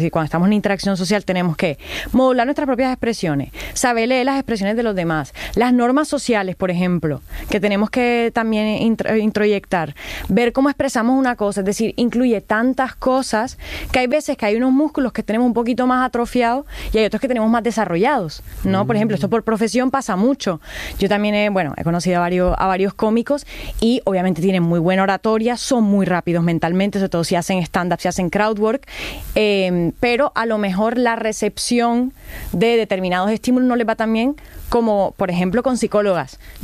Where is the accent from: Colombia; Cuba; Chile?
Colombia; Caribbean Region